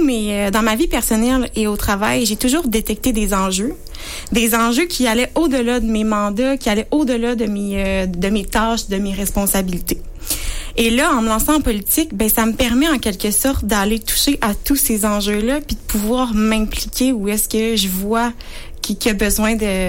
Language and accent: French; Rimouski, Quebec, Canada; d'ici, rimousquoise, pure et dure. J'ai grandi à Rimouski